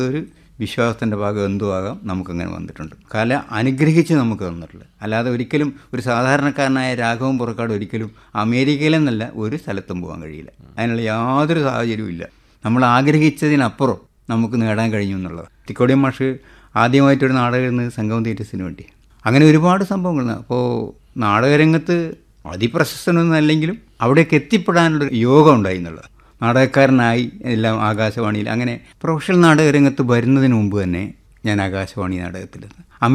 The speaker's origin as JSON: {"language": "Malayalam", "town": "Kozhikode", "region": "Kerala", "country": "India", "said": "സാറേ ഞാൻ കോഴിക്കോടുകാരനാണ്"}